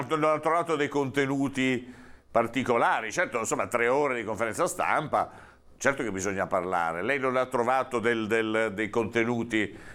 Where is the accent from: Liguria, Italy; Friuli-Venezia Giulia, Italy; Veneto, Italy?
Liguria, Italy; Savona; born there; io sono nato a Legino, dietro l'ex caserma, oggi polo universitario, la caserma Bligny, in via Cadorna